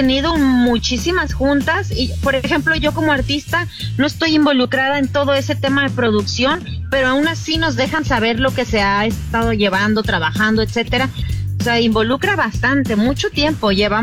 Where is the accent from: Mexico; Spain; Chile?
Mexico; Yo como mexicana